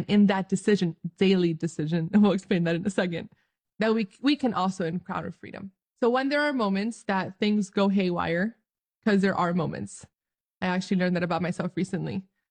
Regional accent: Dominican Republic; for those of you who do not know, I'm Dominican from the Dominican Republic. But I'm also Arabic.

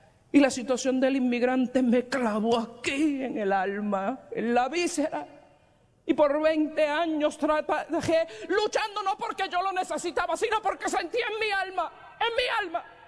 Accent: Puerto Rico; born there; moved away as an adult; Nací ciudadana americana, nací en Puerto Rico, donde es territorio americano. Y tuve que agarrar mis maletas solamente y llegar aquí

